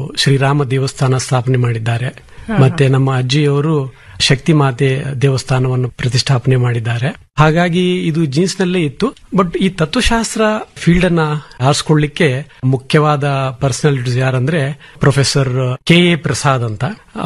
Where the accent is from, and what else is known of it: Hubballi, Karnataka, India; born or raised there; now in Bengaluru, India